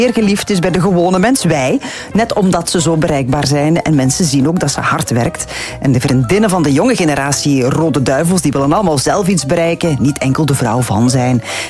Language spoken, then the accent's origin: Dutch; Flanders, Belgium; Bij ons in Vlaanderen, wij hadden Vanessa Doge